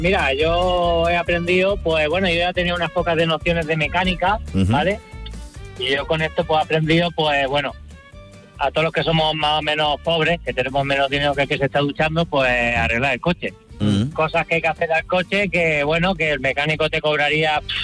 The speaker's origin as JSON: {"language": "Spanish", "town": "Castelldefels", "region": "Catalonia", "country": "Spain", "said": "Yo en mi caso puedo entrar en mi pueblo, que es Castelldefels, y puedo entrar en el pueblo, en la ciudad donde trabajo, que es Badalona"}